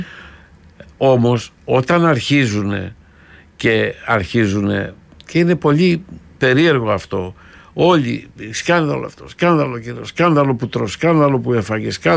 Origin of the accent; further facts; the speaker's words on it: Patras, Western Greece, Greece; γιατί επαρχιώτης είμαι εγώ, από την Πάτρα.